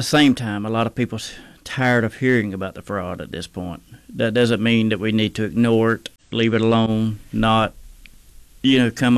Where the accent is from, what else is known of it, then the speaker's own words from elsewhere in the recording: Georgia, United States; moved away as an adult; now in Minnesota, United States; I'm a husband and father, and as you just mentioned, I'm not from Minnesota. I'm originally from South Georgia. I've been here almost 4 years now. I grew up in a small rural farm town down in Georgia where industry work and farming was the way of life.